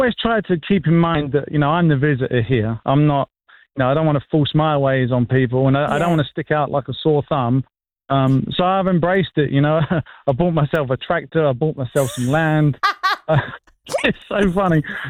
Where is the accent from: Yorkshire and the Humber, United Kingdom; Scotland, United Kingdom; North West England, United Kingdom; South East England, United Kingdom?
South East England, United Kingdom; Maidstone; So, yeah, again, I'm from Maidstone. So people are like, you don't hear this stuff in England.